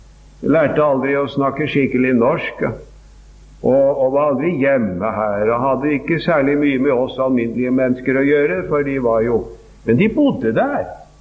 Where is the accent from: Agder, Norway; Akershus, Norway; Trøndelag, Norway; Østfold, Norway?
Østfold, Norway; Sarpsborg; Jeg er hjemme i Sarpsborg, min hjemby.